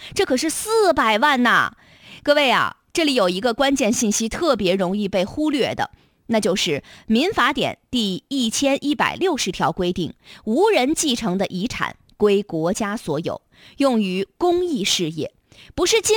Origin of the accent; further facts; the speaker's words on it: China; 我们中国人很多人觉得不吉利